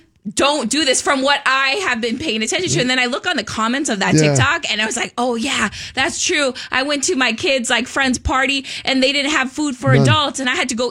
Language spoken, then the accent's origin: English; United States; So I'm Mexican American. I've born here, but I grew up in, you know, my family's Mexican, right?